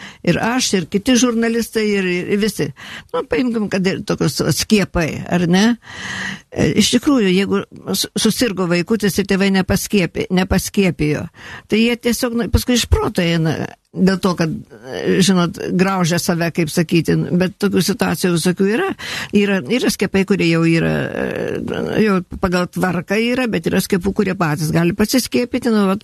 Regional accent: Telšiai, Telšiai County, Lithuania; aš esu iš Telšių. Aš gimiau Telšiuose, mokiausi Telšiuose

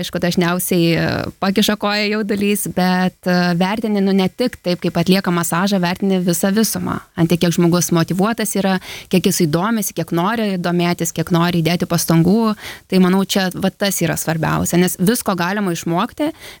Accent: Druskininkai, Alytus County, Lithuania; Kadangi užaugau Druskininkuose

